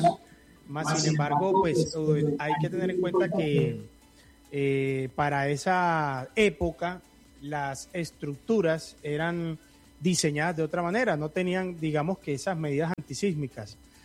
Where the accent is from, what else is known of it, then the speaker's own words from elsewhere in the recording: Colombia; nosotros como colombianos